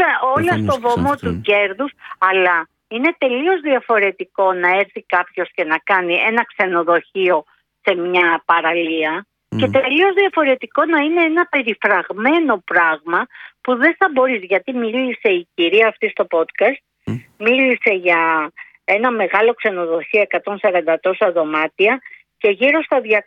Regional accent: Greece; born there; Είμαι Έλληνας γιατί μετέχω της ελληνικής παιδείας, έχω γεννηθεί εδώ πέρα, ανήκω στο ελληνικό κράτος ως πολίτης.

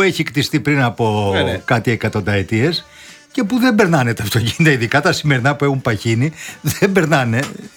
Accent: Greece; εμείς κάτι υποψιαζόμαστε ως Έλληνες

